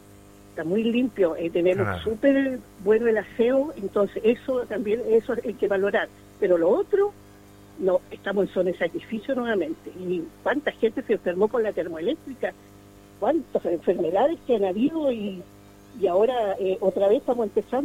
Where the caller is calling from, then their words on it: Coronel, Biobío, Chile; De aquí de la población Berta.